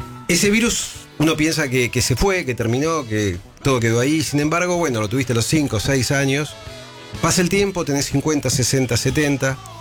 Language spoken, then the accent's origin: Spanish; Argentina; Nosotros, bueno, somos argentinos, estamos siempre claro, preparados para la guerra.